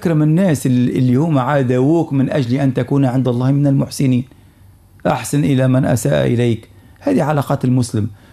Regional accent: Tunisia; عندنا في تونس

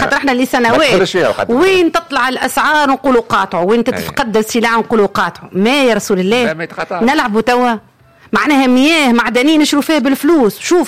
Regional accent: Tunisia; انا مواطن تونسي

